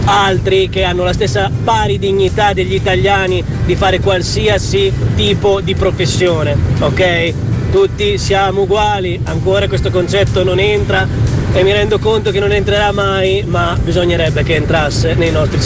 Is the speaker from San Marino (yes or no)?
yes; San Marino; sono di San Marino e sono in vacanza in Sicilia.